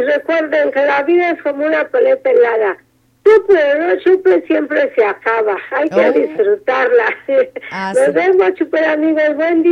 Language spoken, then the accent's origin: Spanish; Mexico City, Mexico; born there; Yo soy nacida acá de la Ciudad de México.